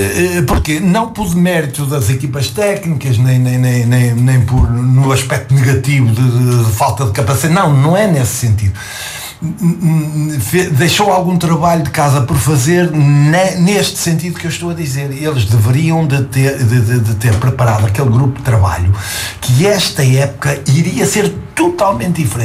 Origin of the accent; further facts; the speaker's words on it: Paços de Brandão, Norte, Portugal; born there; é o clube da terra onde eu nasci